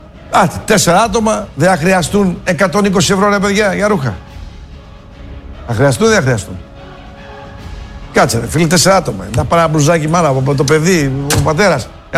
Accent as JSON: {"language": "Greek", "country": "Greece", "said": "η Ελλάδα, η πατρίδα μου"}